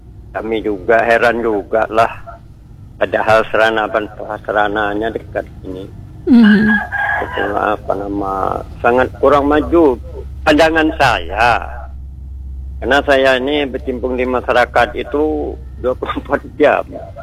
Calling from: Bangka Belitung Islands, Indonesia

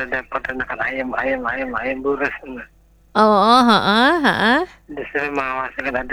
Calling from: Pangkalan Bun, Central Kalimantan, Indonesia; saya putra Pangkalan Bun.

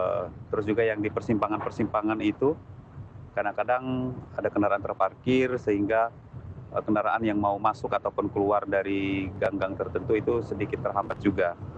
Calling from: Bengkulu, Indonesia; Selamat pagi RRI, saya dari … di Penurunan. Mau tanya soal parkiran nih di beberapa jalan protokol di Kota Bengkulu.

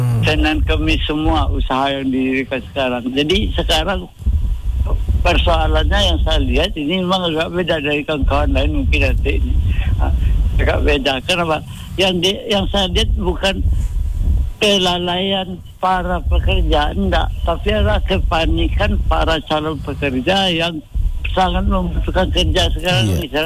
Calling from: Surabaya, East Java, Indonesia; ini mungkin pendapat saya di Surabaya ini agak beda yang kali ini nih

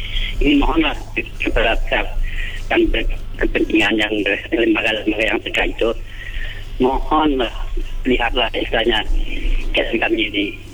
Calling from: West Kalimantan, Indonesia; Contohnya kampung kami, Kalanong, Kelabung, Gata, di Desa Upe, Tumpunan Boti.

